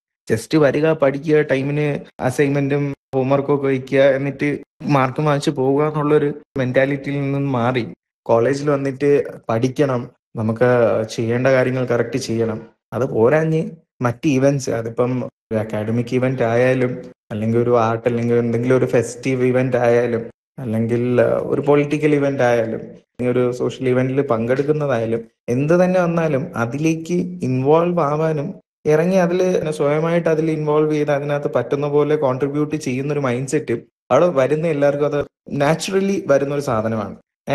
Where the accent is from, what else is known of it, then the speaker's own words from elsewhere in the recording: Venjaramoodu, Kerala, India; തിരുവനന്തപുരത്ത് വെഞ്ഞാറമൂടിൽ നിന്നാണ്.